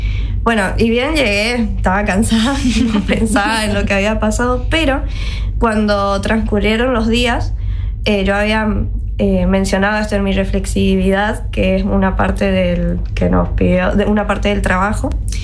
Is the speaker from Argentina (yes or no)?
yes; San Roque, Corrientes, Argentina; yo soy del interior de Corrientes